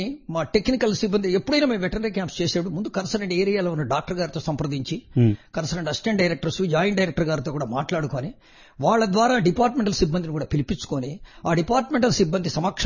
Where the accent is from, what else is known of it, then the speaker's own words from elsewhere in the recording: Pattipadu, Andhra Pradesh, India; మా స్వగ్రామం గుంటూరు దగ్గర పత్తిపాటులో.